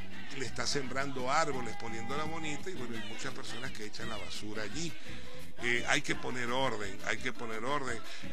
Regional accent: Maracaibo, Zulia, Venezuela; now in Ciudad Guayana, Venezuela; Yo, como zuliano, como maravino, como maracucho, les digo de corazón, yo soy regionalista, pero hasta la médula espinal.

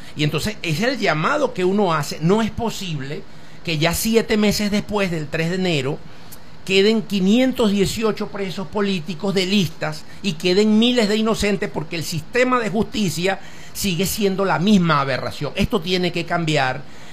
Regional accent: Venezuela

